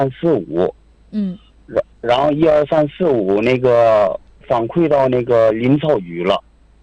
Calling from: Inner Mongolia, China; 新安蒙可有前旗阿里达尔西恩木嘎查，

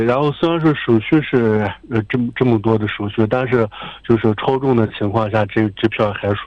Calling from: Inner Mongolia, China; 鄂前旗上海庙。

